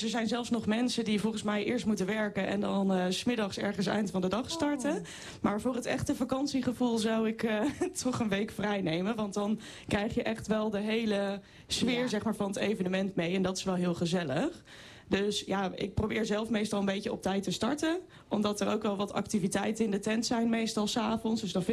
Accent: Zwolle, Overijssel, Netherlands; ik kom uit Zwolle

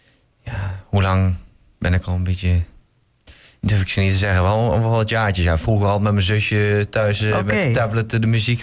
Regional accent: Elst, Gelderland, Netherlands; Ik kom uit Elst, bij Arnhem en Nijmegen.

